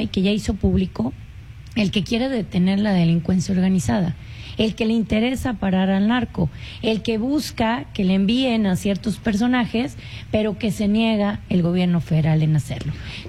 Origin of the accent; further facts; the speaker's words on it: Coahuila, Mexico; como mexicanos, como coahuilenses